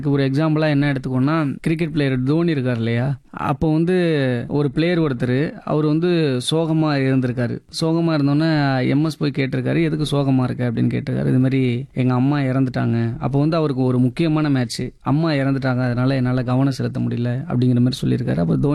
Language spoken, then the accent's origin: Tamil; Thanjavur district, Tamil Nadu, India; now in Neivasal Samathuvapuram, India; இப்போ என்னோட ஊர்னு பார்த்தீங்கன்னா தஞ்சை மாவட்டத்தில் ஆறு சுத்திப்பட்டு அப்படிங்கிறதான் என்னோட சொந்த ஊர். ஆனால் நாங்கள் தற்போதைக்கு வீடு கட்டிட்டு இருக்கிறது அப்படின்னு பார்த்தீங்கன்னா அதே தஞ்சை மாவட்டத்தில் நெய்வாசல் சமத்துவபுரம், அதில் தான் நாங்கள் இப்ப